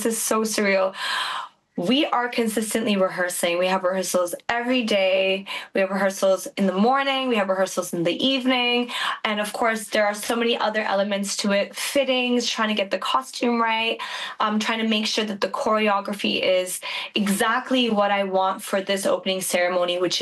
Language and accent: English; Toronto, Ontario, Canada; moved away as an adult; also born or lived in India; I'm from Toronto. I was born and raised here. And I left Toronto when I was 22 years old to pursue a career in India.